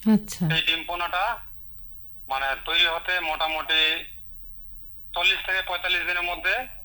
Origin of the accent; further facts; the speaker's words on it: Mendabari, West Bengal, India; আমার বাড়ি হচ্ছে পরনদিঘি থানা উত্তর দিনাজপুর জেলা মেন্দাবাড়ি গ্রাম।